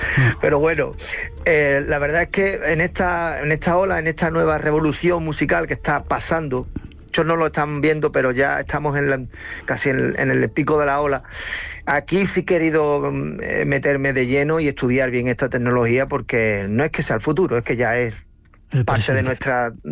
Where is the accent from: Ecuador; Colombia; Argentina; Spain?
Spain; Cádiz, Andalusia; pues que yo soy de Cádiz y decir Massachusetts me cuesta